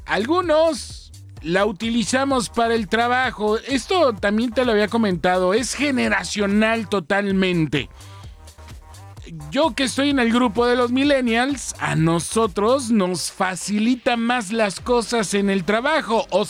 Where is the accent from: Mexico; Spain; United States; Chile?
Mexico; nosotros los usuarios mexicanos empezaremos a ver contenido publicitario en la versión gratuita.